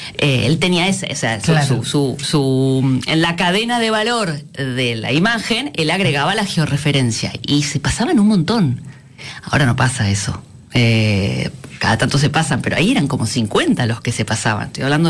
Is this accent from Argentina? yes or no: yes; Buenos Aires, Argentina; born there; Nací en Buenos Aires.